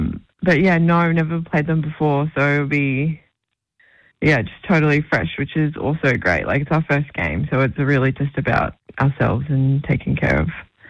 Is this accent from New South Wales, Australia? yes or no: no; Queensland, Australia; My mob is a Willy Willy. So from central Queensland.